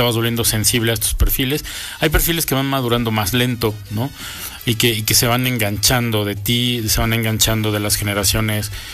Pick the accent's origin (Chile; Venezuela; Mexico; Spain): Mexico; como mexicanos creo que todos lo sabemos